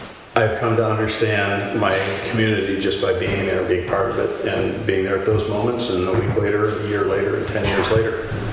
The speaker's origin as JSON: {"language": "English", "town": "Chester", "region": "Vermont", "country": "United States", "tie": "born or raised there", "said": "I have lived in Vermont my whole life. I've lived in Chester for 50 years."}